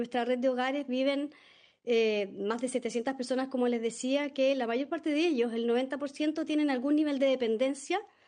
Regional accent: Chile; Y eso obviamente que implica un tremendo desafío para nosotros como chilenos.

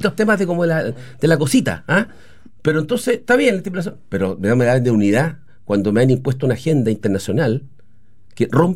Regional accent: Chile; nosotros los chilenos

